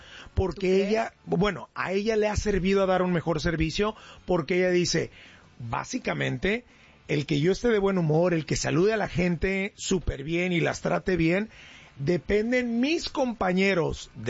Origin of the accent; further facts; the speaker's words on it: Monterrey, Nuevo León, Mexico; Yo soy de Monterrey, Angie, yo ando checando todo.